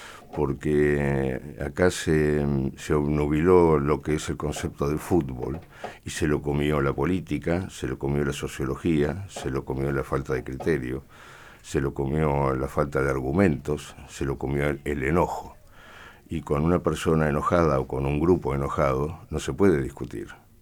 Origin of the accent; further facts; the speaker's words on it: Spain; Soy español.